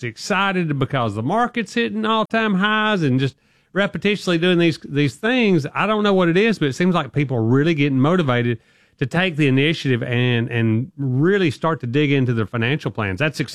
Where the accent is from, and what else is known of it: Alabama, United States